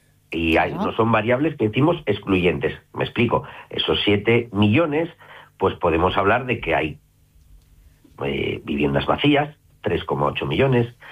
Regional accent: Somiedo, Asturias, Spain; born there; mi pueblo Somiedo

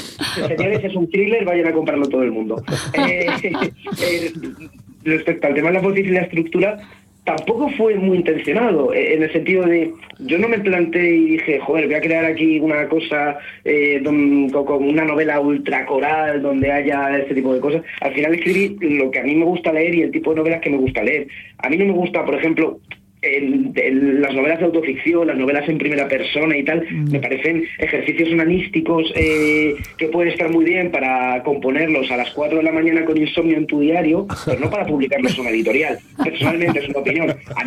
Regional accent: Fuensalida, Castilla-La Mancha, Spain; yo soy de un pueblo de Toledo que se llama Fuensalida, que está a 50 kilómetros al sur de Madrid y 20 del norte de Toledo.

